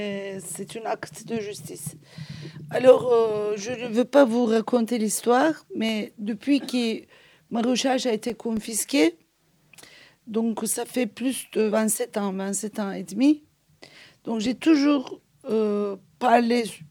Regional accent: Turkey; French is a second language; Et j'ai dit qu'en tant que Turc, moi, je ne veux pas juger quelque chose que je ne maîtrise pas vraiment.

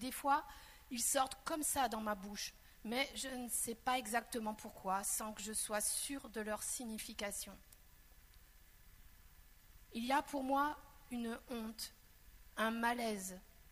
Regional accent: Cournon-d'Auvergne, Auvergne-Rhône-Alpes, France; J'ai grandi vers Clermont-Ferrand, à Cournon d'Auvergne

